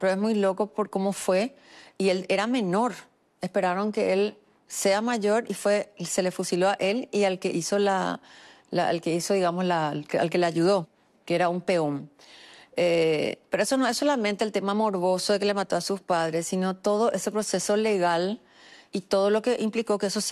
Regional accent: Paraguay; Y creo que como paraguayos tenemos que empezar a ver las cosas positivas que tenemos.

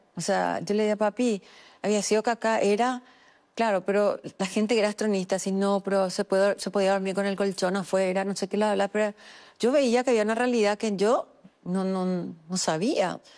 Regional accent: Paraguay; Y creo que como paraguayos tenemos que empezar a ver las cosas positivas que tenemos.

